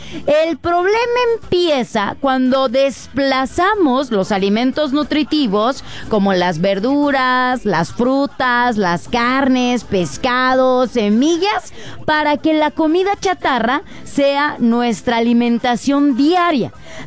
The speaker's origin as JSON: {"language": "Spanish", "town": "Morelia", "region": "Michoacán", "country": "Mexico", "moved": "yes", "said": "Allá en Morelia, en todos lados, son esos."}